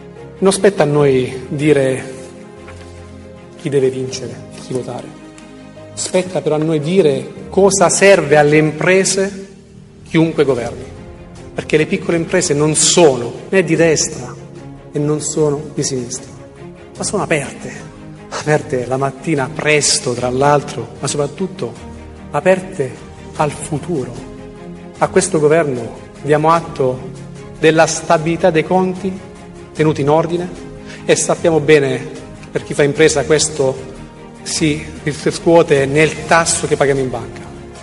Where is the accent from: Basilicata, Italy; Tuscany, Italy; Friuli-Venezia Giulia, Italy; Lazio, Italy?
Basilicata, Italy; Sant'Arcangelo in Basilicata, nella mia terra